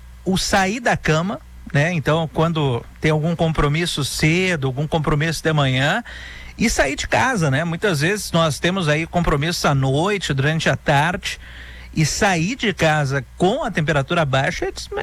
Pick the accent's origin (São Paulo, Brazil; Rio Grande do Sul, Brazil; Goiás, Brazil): Rio Grande do Sul, Brazil; now in Porto Alegre, Brazil; E lá na minha cidade, ô Colin, o pior lá no sul do estado, lá em Pelotas e Rio Grande, é exatamente a umidade.